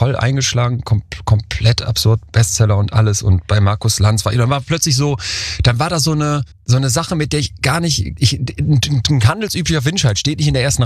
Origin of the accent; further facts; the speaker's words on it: Solingen, North Rhine-Westphalia, Germany; durch mein Online-Banking Stadtsparkasse Solingen, wo ich herkomme, Konto seit dem Knacksheft quasi